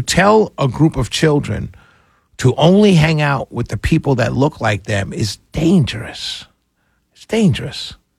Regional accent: New York, United States; I grew up in Harlem, New York.

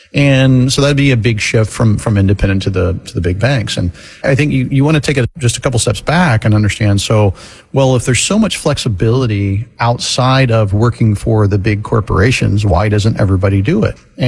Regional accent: Florida, United States; I grew up in Florida.

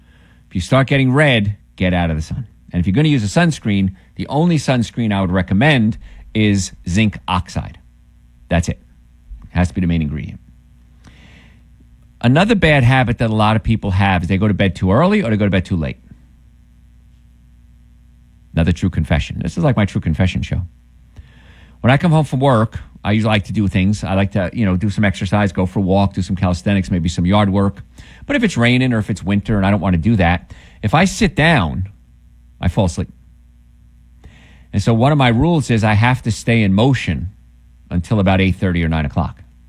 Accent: New Jersey, United States; I grew up in New Jersey with the Hudson River there. It wasn't clear water. Not back then, anyway.

